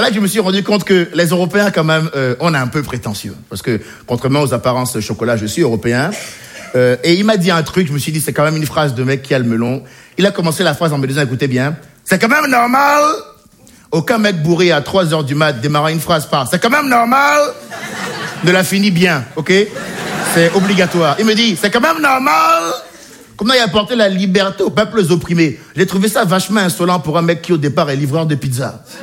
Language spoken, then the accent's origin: French; Benin; born or raised there